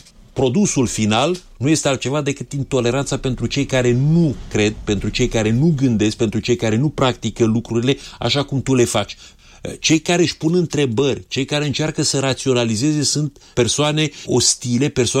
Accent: Romania; noi ca români

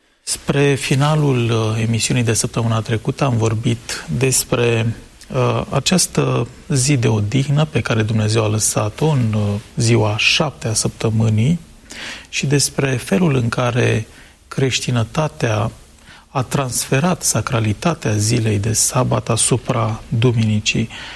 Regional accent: Romania; noi, ca români

